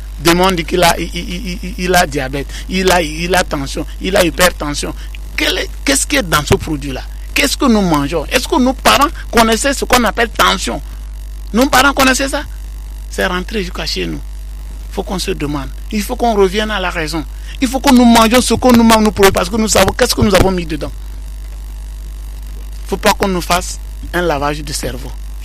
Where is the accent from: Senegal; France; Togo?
Togo; Mango, Savanes; chez nous, à Mango.